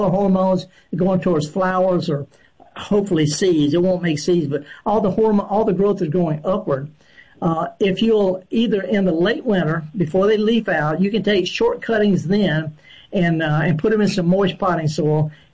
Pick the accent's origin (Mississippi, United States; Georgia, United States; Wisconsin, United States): Mississippi, United States; I'm from the Delta